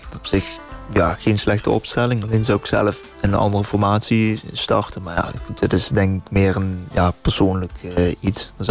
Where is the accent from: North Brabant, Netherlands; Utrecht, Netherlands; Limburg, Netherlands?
Limburg, Netherlands; Natuurlijk voor ons als Limburgers